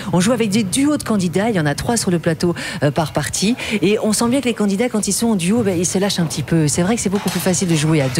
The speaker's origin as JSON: {"language": "French", "region": "Brussels", "country": "Belgium", "tie": "born or raised there", "said": "Moi, je suis bruxelloise, en fait, d'origine et au départ, et j'ai découvert le Hainaut, la Wallonie."}